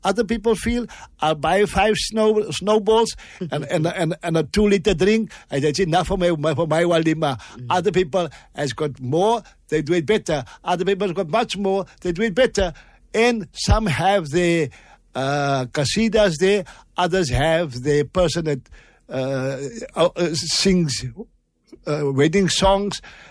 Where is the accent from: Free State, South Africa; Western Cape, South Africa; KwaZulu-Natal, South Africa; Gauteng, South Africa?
Western Cape, South Africa; Cape Town; Because we come from Cape Town, which is summer in December.